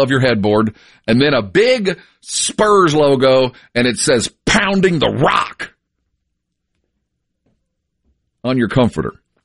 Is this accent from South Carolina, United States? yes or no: no; San Antonio, Texas, United States; I'm from San Antonio.